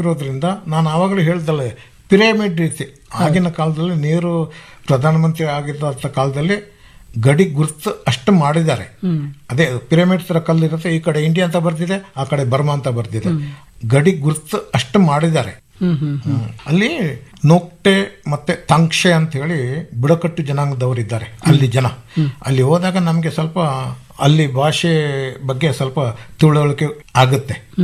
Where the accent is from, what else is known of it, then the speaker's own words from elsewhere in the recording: Karnataka, India; ನಾವು ಕೊಡಗಿನಲ್ಲಿ ಕಾಡಲ್ಲಿ ಬೆಳೆದವರು ಹಾಗಾಗಿ ನಮ್ಗೆಲ್ಲ ಗೊತ್ತಿತ್ತು.